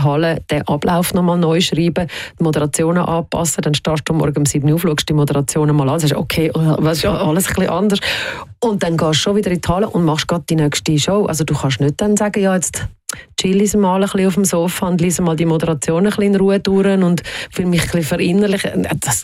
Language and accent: German; Switzerland; Auf der anderen Seite bin ich da in der Schweiz aufgewachsen und habe sehr eine behütete Kindheit gehabt.